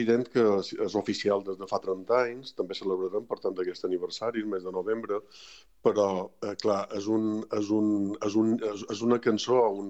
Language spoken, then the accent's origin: Catalan; Mallorca, Balearic Islands, Spain; som els mallorquins, el poble de Mallorca